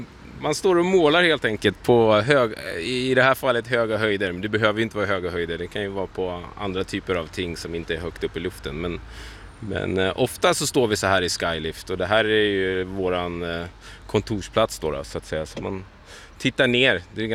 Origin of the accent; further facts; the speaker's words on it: Uppsala, Uppsala County, Sweden; jag är född här i Uppsala. Så det här var liksom platsen där jag sprang jättemycket med mormor när jag var liten. Sent 80-tal, tidigt 90-tal.